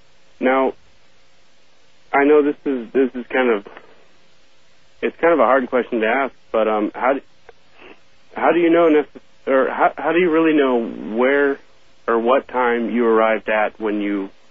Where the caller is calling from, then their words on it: Fairbanks, Alaska, United States; from KFAR.